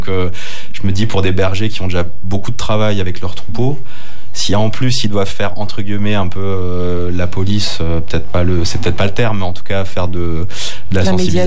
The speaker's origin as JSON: {"language": "French", "region": "Grand Est", "country": "France", "said": "Mais sinon, je suis alsacien."}